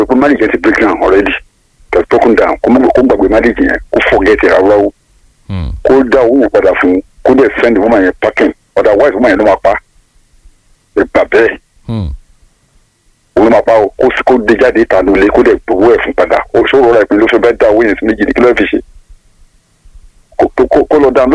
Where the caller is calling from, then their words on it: Ibadan, Oyo, Nigeria; I'm calling from Akitala Road, Kotoru, Ibadan.